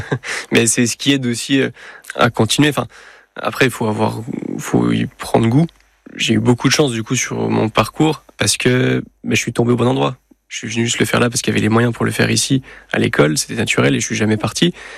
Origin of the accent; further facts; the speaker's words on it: Grand Est, France; moved away; Moi, je suis originaire des Vosges, mais j'ai ni des attaches à Paris, ni dans les Vosges, ni à Belfort.